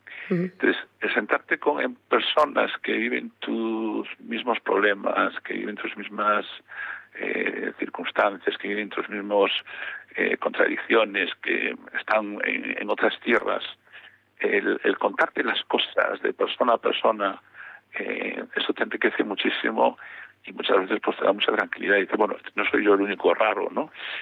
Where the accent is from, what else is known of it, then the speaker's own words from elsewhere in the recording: Galicia, Spain; somos dos gallegos que nos saludamos